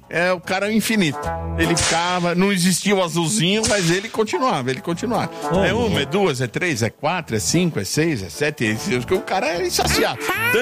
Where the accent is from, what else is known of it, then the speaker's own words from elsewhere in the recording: São Paulo, Brazil; Eu também sou de São Paulo, capital. Maternidade de São Paulo.